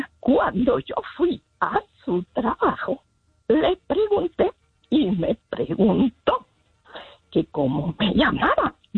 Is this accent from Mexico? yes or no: yes; Sinaloa, Mexico; now in Los Angeles, United States; Yo soy sinaloense.